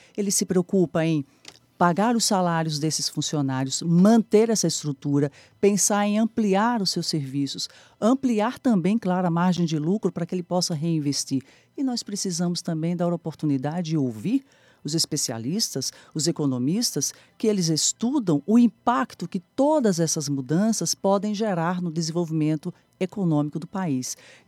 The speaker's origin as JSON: {"language": "Portuguese", "region": "Sergipe", "country": "Brazil"}